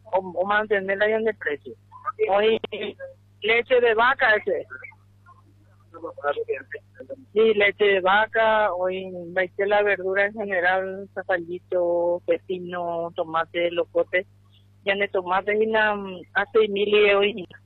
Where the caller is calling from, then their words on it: Paraguay; yo soy que paraguayo.